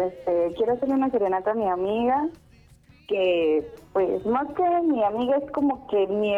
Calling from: Melchor Ocampo, State of Mexico, Mexico; En el Estado de México, no. En un municipio que se llama Melchor Ocampo. En un pueblito que se llama Visitación.

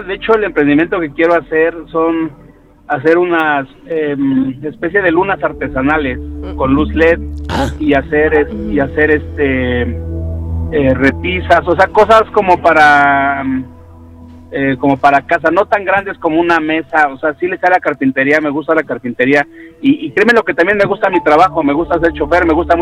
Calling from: Nezahualcóyotl, State of Mexico, Mexico; De Ciudad Neza

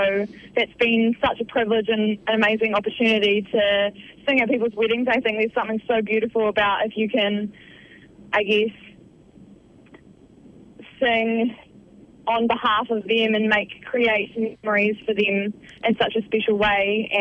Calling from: Invercargill, Southland, New Zealand; So down south. Invercargill.

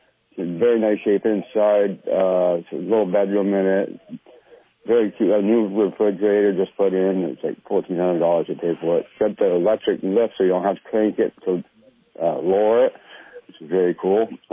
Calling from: St. Albans, Vermont, United States; from St. Albans.

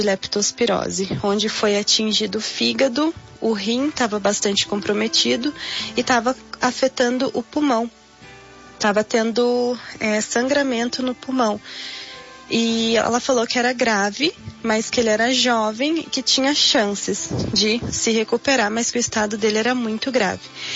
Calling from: Paraná, Brazil; eu sou aqui do Alto Boqueirão.

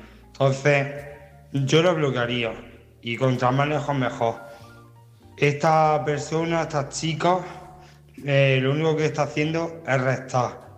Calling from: Granada, Andalusia, Spain; de Granada.

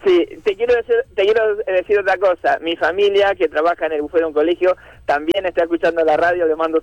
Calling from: Billinghurst, Buenos Aires Province, Argentina; Yo vivo en Billinghurst. O sea, nosotros vivimos en Billinghurst.

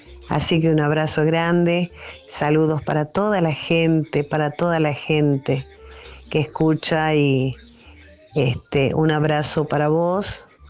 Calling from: Embarcación, Salta, Argentina

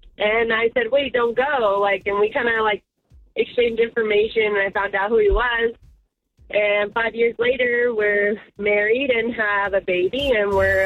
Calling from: Stockton, California, United States; I'm from Stockton.

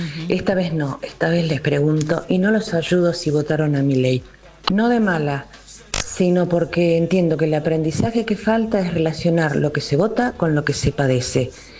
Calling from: Córdoba, Argentina; de Córdoba

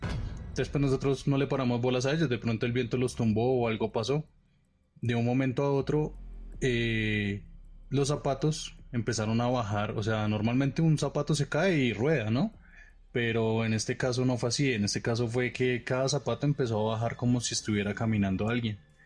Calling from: Bogotá, Colombia; soy de Bogotá, vivo en la localidad de San Cristóbal.

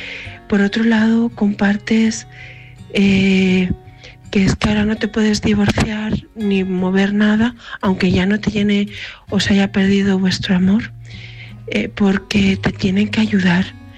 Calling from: Valencia, Valencian Community, Spain; te hablo desde Valencia.

